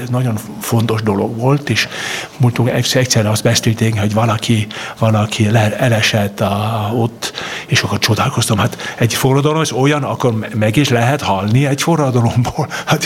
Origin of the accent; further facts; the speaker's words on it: Vienna, Austria; born there; Hungarian is a second language; és édesapám osztrák volt, és én Bécsben születtem, de valahogyan mindig közel voltak a magyar rokonaink. Édesanyám próbált nekünk velünk magyarul is beszélni, és nem nagyon sikerült